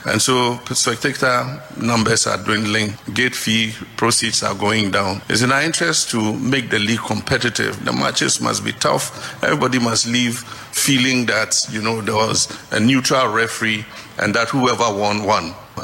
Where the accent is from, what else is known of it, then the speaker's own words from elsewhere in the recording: Ghana; I want that in future I'll go somewhere and they say I'm from Ghana, then they say, oh, Midima. And I'll say, oh, yeah, I'm from Ghana.